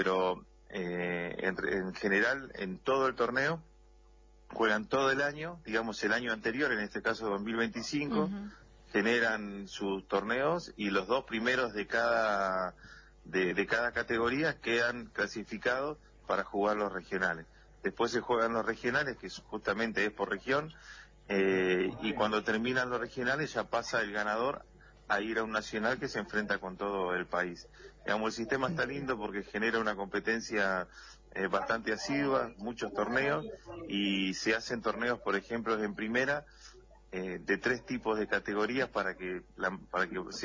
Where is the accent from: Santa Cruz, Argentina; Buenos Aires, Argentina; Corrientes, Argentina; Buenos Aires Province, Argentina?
Santa Cruz, Argentina; Nosotros somos orgullosos de nuestra cuenca